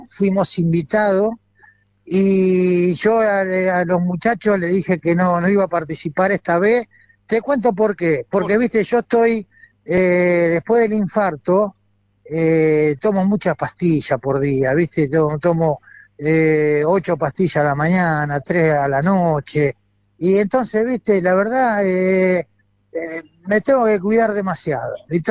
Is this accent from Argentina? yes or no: yes; Argentina; a lo mejor que nos puede haber pasado como argentino